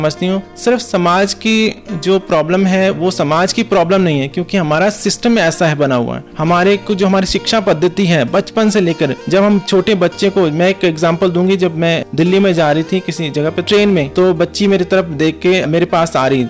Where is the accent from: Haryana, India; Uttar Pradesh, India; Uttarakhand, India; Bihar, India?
Uttarakhand, India; moved away; मैं भी उत्तराखंड से आई हूँ